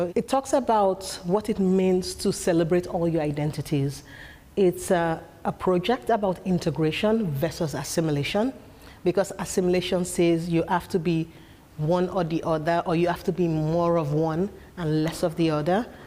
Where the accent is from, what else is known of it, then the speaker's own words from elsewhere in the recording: Nigeria; moved away as an adult; also born or lived in United States; now in Sweden; growing up in Nigeria with a lot of rich colors and contrast as well.